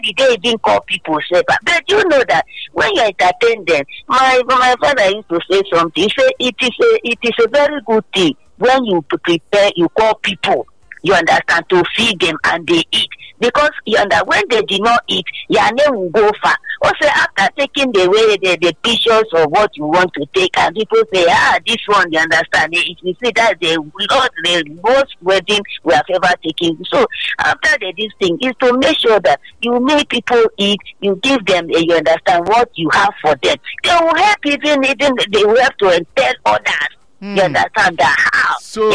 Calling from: Ayobo, Lagos, Nigeria; From Ayobo.

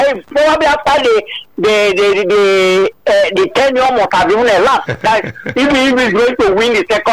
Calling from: Lagos, Nigeria; I'm calling from Ikoto in Lagos.

